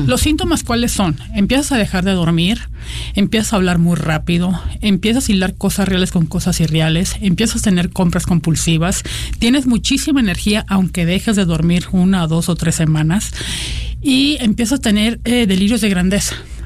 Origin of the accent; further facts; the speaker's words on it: Mexicali, Baja California, Mexico; moved away as an adult; Yo soy de Mexicali